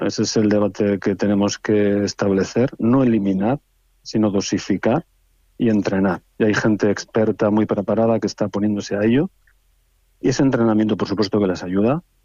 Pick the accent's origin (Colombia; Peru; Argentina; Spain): Spain; Galicia; preciosísima la ciudad. Nosotros venimos de Galicia, imagínate.